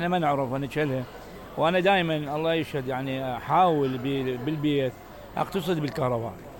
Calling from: Iraq

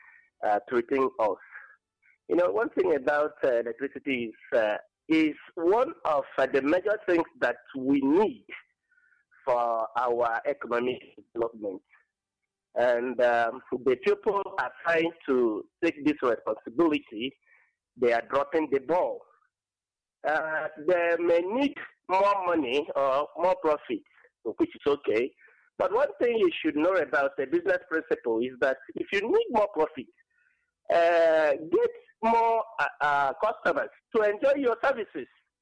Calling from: Ebonyi, Nigeria; I'm calling in from Akese, Ebonyi State.

